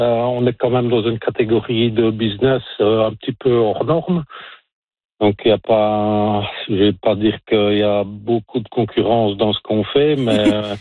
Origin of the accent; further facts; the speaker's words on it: Belgium; Depuis que nous sommes venus de Belgique, là, il y a 18 ans.